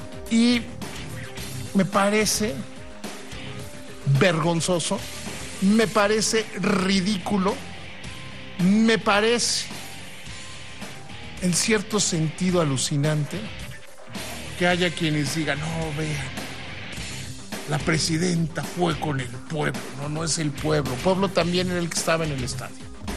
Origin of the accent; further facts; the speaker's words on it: Mexico; son parte del pueblo, de nuestro pueblo, del pueblo de México.